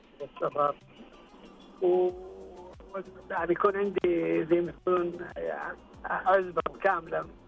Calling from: Jazan, Jazan Province, Saudi Arabia; والله تكلمت من المنطقة الجنوبية، من جيزان.

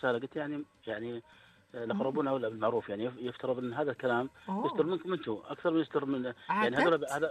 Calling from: Dammam, Eastern Province, Saudi Arabia; انا اكلمك من الدمام.

